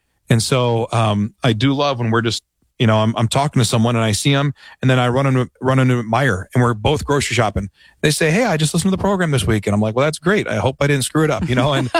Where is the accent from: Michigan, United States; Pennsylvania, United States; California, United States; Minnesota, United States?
Michigan, United States; also born or lived in Dover, Delaware / Fort Benjamin Harrison, Indiana; I was born on the Dover Air Force Base in Dover, Delaware, moved to Fort Benjamin Harrison, Indiana at 9 months old, and moved to Michigan when I was four.